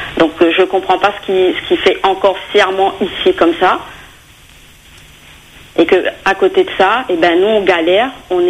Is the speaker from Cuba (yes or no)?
no; Réunion; born there; on est nés à La Réunion.